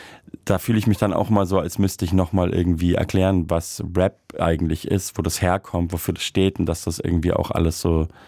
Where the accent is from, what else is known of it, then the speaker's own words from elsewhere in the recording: Munich, Bavaria, Germany; moved away; Ich habe da zwar nie gelebt, aber bin ja ursprünglich aus München und war da sehr viel.